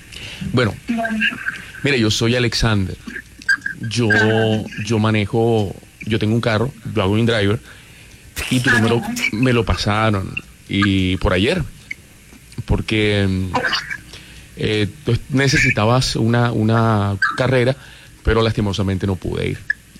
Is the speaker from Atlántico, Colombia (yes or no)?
yes; Barranquilla, Atlántico, Colombia; Yo soy de aquí de Barranquilla.